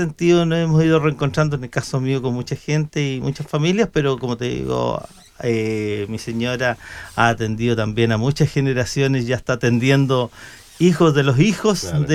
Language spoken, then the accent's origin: Spanish; Panguipulli, Los Ríos, Chile; somos de Panguipulli, hemos vivido toda la vida acá